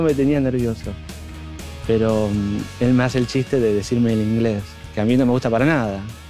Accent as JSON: {"language": "Spanish", "country": "Argentina", "said": "Tanto me cargó que los asistentes me venían y me preguntaban, che, ¿pero sos inglés? No, soy argentino, dejamos de hinchar."}